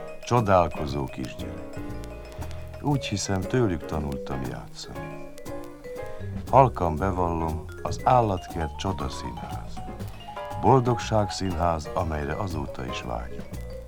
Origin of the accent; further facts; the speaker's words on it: Budapest, Hungary; Csak sajnos a Gundelt építették át. Itt nőttem fel, gyönyörű és zsibongó kulisszák között, kis biciklimmel rohangálva a lépcsőkön, palackokat hordva, hordókat görgetve, disznókat etetve